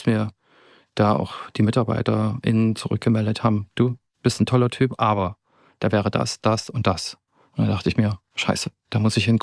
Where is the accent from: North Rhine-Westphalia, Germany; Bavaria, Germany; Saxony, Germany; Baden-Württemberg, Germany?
Saxony, Germany; Zittau; now in Dresden, Germany; Und da ist beispielsweise so, dass natürlich die psychische Unterstützung da, wo ich herkomme, ganz anders ist als in Dresden. Ich habe in Dresden viel schneller Therapie gefunden als noch in Zittau